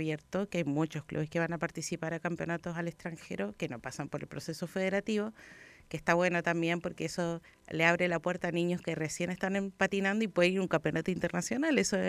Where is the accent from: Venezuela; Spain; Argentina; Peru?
Argentina; now in San Joaquín, Chile; Yo siendo argentina